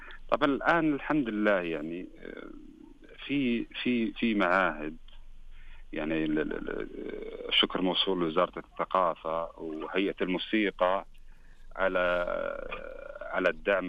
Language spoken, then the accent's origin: Arabic; Saudi Arabia; أنا كأول سعودي